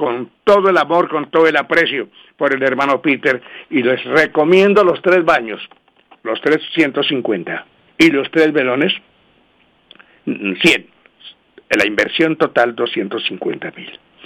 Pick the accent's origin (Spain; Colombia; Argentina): Colombia; vamos a dar nuestro voto como buen colombiano, todos.